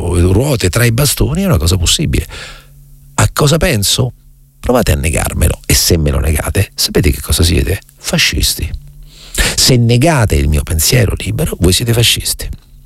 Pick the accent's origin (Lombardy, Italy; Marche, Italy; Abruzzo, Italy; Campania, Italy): Marche, Italy; Recanati; sarà che sono da Leopardi, da Reganati